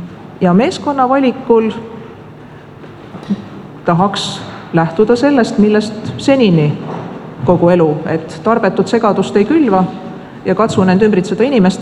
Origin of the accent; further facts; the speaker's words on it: Southern Estonia, Estonia; kuigi ma kasvasin Lõuna-Eestis ja selle tõttu ma kahjuks soome keelt ei valda.